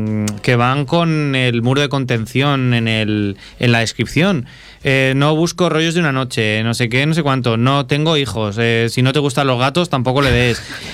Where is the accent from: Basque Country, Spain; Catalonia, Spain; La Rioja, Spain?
Catalonia, Spain; Esplugues de Llobregat; Y la chica era de Santa Coloma de Gramanet y me dice, ¿tú de dónde eres? Digo, de Esplugas.